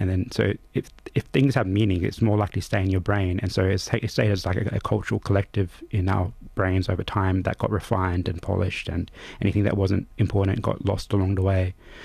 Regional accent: Central Australia, Australia; also born or lived in Adelaide; I'm from Central Australia, so every time I worked down in Adelaide, right, like, I was a guest.

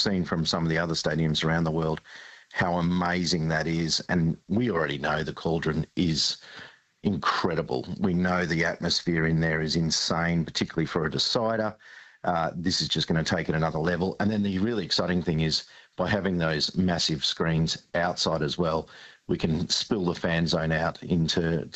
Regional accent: Queensland, Australia; Well, for me, it's doubly good because as a Queenslander, we won, which means it goes to a decider.

